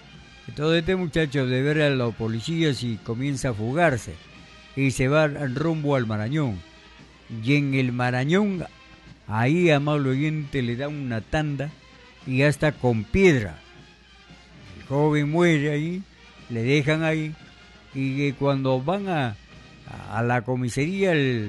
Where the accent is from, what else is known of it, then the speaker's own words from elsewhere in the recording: Reque, Lambayeque, Peru; now in Alto Mayo Valley, Peru; en Reque, donde mi pueblo natal, difícil decimos somos de Reque